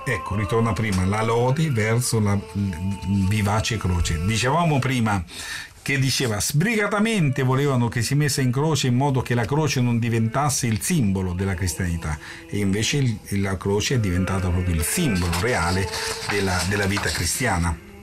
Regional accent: Perugia, Umbria, Italy; Veniamo noi da Perugia

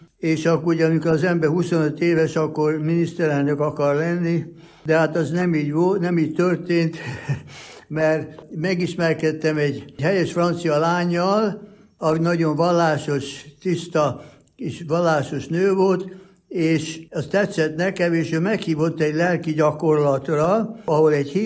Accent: Oradea, Bihor, Romania; moved away as an adult; also born or lived in Budapest, Hungary / Szeged, Hungary; now in United States; Budapesten születtem, 4 éves koromban elkerültünk, nagyszüleim, édesapámat kinevezték Fölhosszú Nagyváradra, ami akkor magyar lett egy pár évre, 40-be, és aztán ott növelkedtem

